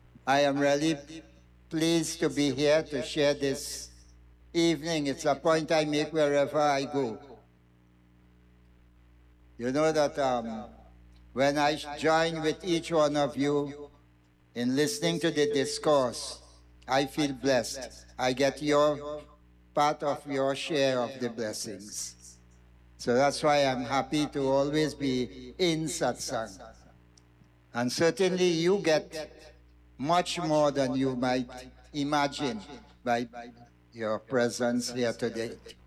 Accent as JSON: {"language": "English", "country": "Guyana", "tie": "born there", "moved": "yes", "said": "I was born in Waterloo Road, Aruka. So I have a number of relatives here."}